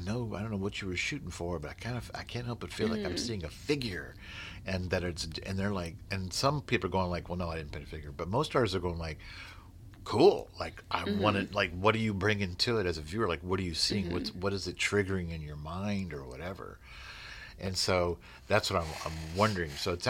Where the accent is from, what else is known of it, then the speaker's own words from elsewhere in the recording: Louisville, Kentucky, United States; I'm born here, right, you know. And you think when you're born in a place – you know, I'm always amazed how little I know about my hometown